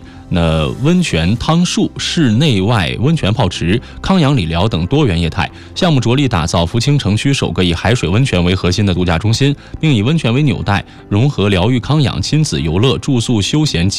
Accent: Hebei, China; now in Fuzhou, China; 从福州应该能开到我老家河北哈，

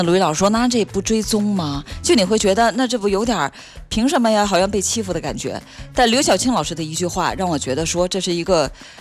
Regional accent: Fuzhou, Fujian, China; 那我们福州人难怪都叫有福之人呢。

